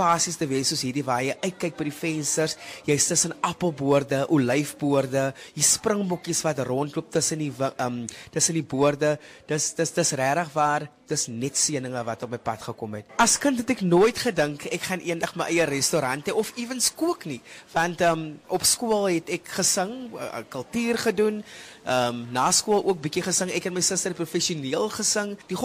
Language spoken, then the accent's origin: Afrikaans; Grabouw, Western Cape, South Africa; moved away; Dis my hartsplek hierso. Ek is 'n boerling van die Grabouw wêreld en dit is 'n full circle moment nou vir my om terug te wees in my geboortedorp.